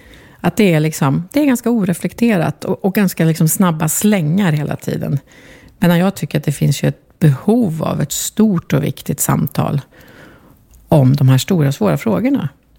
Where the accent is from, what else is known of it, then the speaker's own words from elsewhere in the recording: Strängnäs, Södermanland, Sweden; här i Strängnäs är ju att här känner ju alla mig sen jag var liten. Nej, inte alla, men jag är ju uppvuxen här. Det här är ju liksom min hembygd.